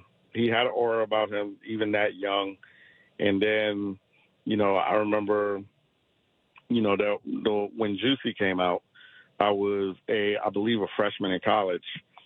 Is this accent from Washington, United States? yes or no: no; New York City, New York, United States; Me and Kendall Powell were on the phone, who I grew up with on St. James Place in Brooklyn.